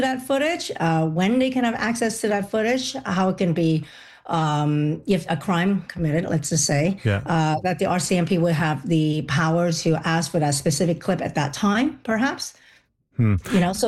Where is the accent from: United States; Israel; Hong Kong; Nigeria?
Hong Kong; moved away; I'm from Hong Kong